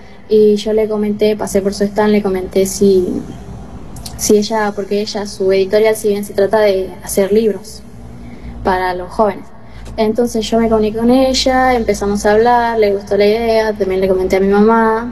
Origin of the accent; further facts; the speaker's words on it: Loma Verde, Buenos Aires Province, Argentina; born there; also born or lived in Salta; Sí, de Loma Verde. Nací en Salta, pero bueno, no, hace banda ya estamos acá, en Loma Verde.